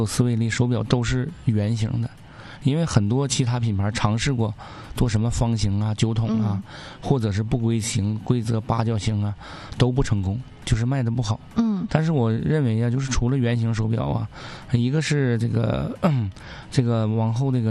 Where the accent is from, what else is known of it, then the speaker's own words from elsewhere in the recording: Northeast China, China; 用咱们东北话